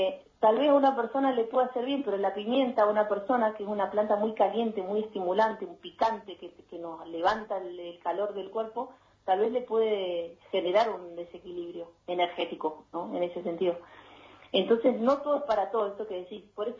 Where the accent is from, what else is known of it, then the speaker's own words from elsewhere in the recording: Tierra del Fuego, Argentina; Es 2964, que es la característica de Tierra del Fuego, de donde vengo.